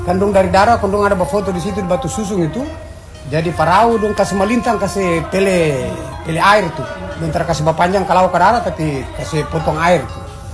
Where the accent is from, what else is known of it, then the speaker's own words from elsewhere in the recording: Weda, North Maluku, Indonesia; kita orang Weda ini kan, dia beda dengan petani, dengan maba